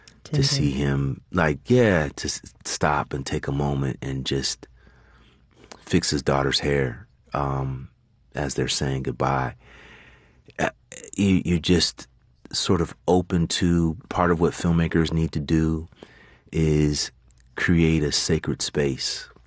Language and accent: English; California, United States; born or raised there